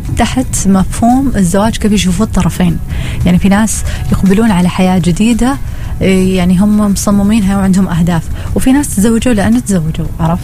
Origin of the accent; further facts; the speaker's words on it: Oman; اليوم خلينا نقول نسيج الاجتماعي والترابط وايد مهم في حياتنا إحنا كعمانيين